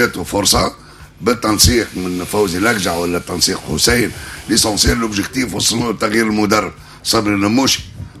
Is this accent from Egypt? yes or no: no; Tunisia; احنا بالنسبه لنا احنا كشعب تونسي احنا نشنزو كاس عالم